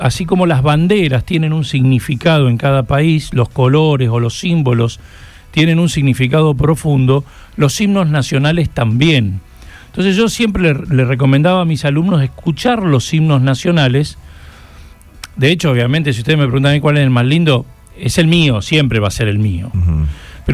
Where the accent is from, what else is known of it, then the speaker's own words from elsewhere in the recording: Argentina; porque es el sentimiento más profundo de lo que nos representa a nosotros como argentinos.